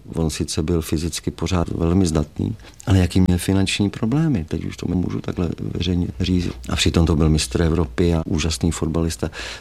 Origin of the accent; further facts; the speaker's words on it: Moravia, Czechia; Máme k sobě blízko, protože jsme oba původem z Moravy